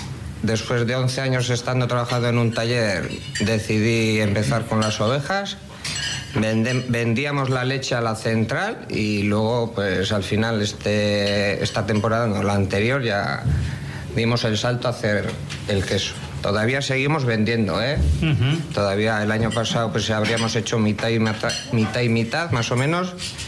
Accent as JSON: {"language": "Spanish", "town": "Oronoz", "region": "Navarre", "country": "Spain", "moved": "as an adult", "lives_now": "Azpilcueta, Spain", "said": "Mi padre era ganadero y luego ahora vivo en Azpilcueta, pero yo soy de Oronoz."}